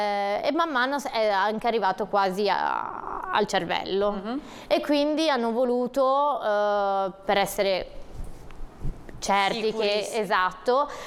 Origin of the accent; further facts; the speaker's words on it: Pietra Ligure, Liguria, Italy; perché io sono di Pietraligure